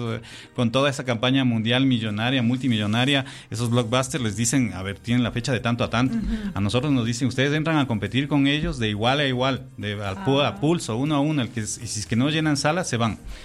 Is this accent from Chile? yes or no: no; Ecuador; para nosotros como ecuatorianas